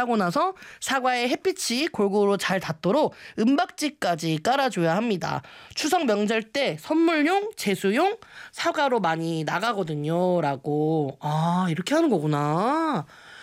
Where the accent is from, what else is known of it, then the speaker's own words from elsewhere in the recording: Seoul, South Korea; 제 고향이 면목동이란 말이에요. 제가 송곡여고가 중랑구에 있습니다.